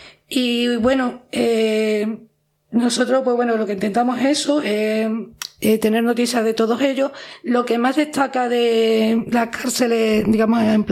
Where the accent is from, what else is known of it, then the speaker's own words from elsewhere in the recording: Granada, Andalusia, Spain; lo primero que me gusta decir es que soy de aquí de Granada, ¿no?